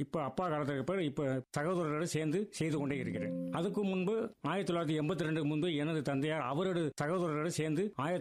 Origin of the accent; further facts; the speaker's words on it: Madurai, Tamil Nadu, India; என்னுடைய சொந்த ஊர் மதுரை தான்.